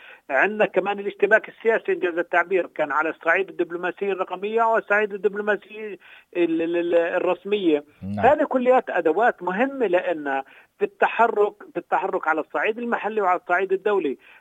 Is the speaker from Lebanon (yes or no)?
no; Palestine; احنا مطلوب منا كفلسطينيين